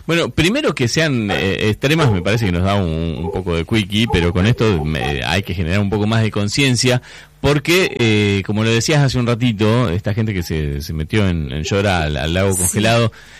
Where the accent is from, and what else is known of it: Argentina